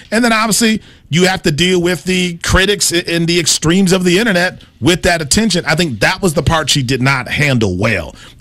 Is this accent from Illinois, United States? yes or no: no; Milwaukee, Wisconsin, United States; moved away; So there's people in Milwaukee back in my hometown